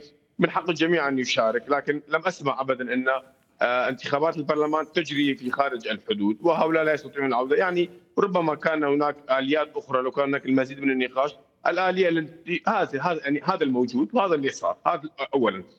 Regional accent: Al-Hasakah Governorate, Syria; لما بدك تمثلني بدك تدافع عني كمواطن سوري، همومي هذه المحافظة من تنمية وتعليم ومساواة وحقا أن يكونوا جزء من إدارة البلاد، وأدافع عني ككردي أيضا

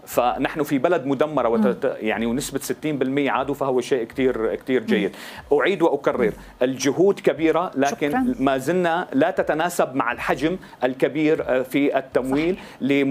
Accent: Syria; نحن كسوريين

